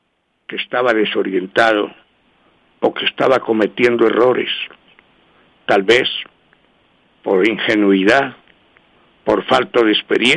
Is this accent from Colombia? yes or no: yes; Colombia; como buen colombiano, dar mi voto